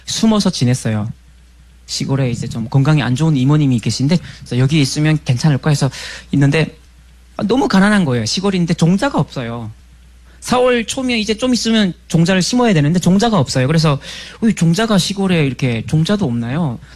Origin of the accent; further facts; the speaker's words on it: North Korea; 결말을 못 보고 저는 다시 탈북을 했습니다. 그리고 이제 2003년 11월에 또 잡혔죠.